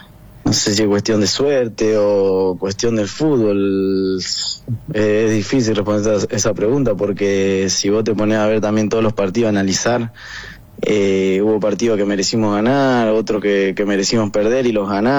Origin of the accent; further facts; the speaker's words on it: Argentina; no obviamente crecí en Argentina, y todas mis costumbres son de acá